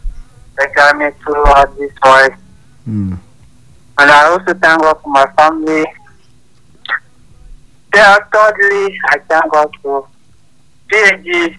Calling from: Nigeria; I'm calling from Tuduwada.

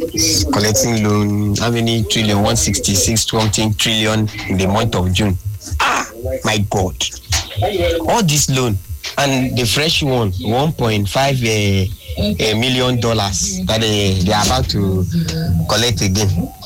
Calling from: Port Harcourt, Rivers, Nigeria

